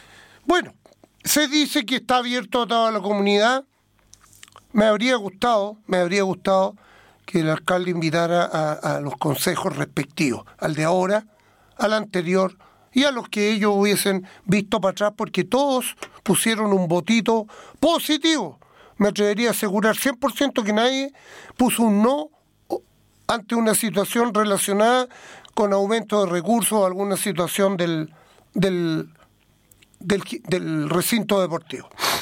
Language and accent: Spanish; Chile; somos de Chile